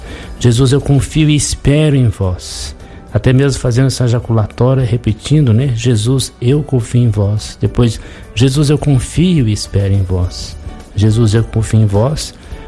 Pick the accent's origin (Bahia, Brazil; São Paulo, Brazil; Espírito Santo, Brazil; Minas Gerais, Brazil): Minas Gerais, Brazil; Belo Horizonte; também sou de Belo Horizonte.